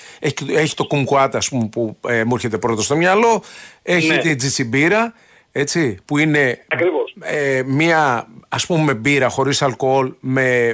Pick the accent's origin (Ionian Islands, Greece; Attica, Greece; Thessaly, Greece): Ionian Islands, Greece; Corfu; moved away; την ιδιαίτερη πατρίδα μου την Κέρκυρα και παρά το γεγονός ότι εγώ τουλάχιστον δεν την επισκέπτομαι συχνά, τα φέρε έτσι η ζωή, τι να κάνουμε, και συνδέθηκα με τη Θεσσαλονίκη λόγω της γυναίκας